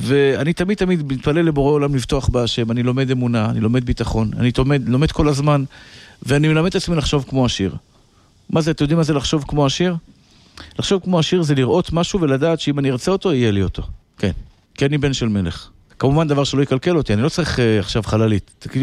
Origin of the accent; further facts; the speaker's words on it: Tel Aviv, Tel Aviv District, Israel; נולדתי בשכונת התקווה. בית מאוד קטן.